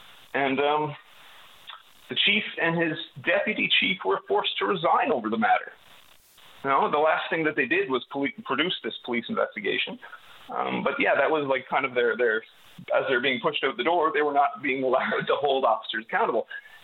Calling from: Happy Valley-Goose Bay, Newfoundland and Labrador, Canada; I'm from Goose Bay, Labrador.

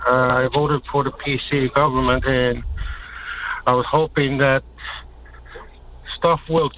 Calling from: Sheshatshiu, Newfoundland and Labrador, Canada; I'm an Indigenous person. I'm calling from Shishachu, and I'll be impacted with this, especially Gull Island is not very far from us.

